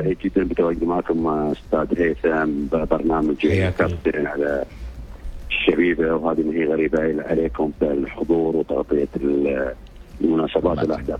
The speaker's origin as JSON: {"language": "Arabic", "country": "Saudi Arabia", "said": "أنا كسعودي"}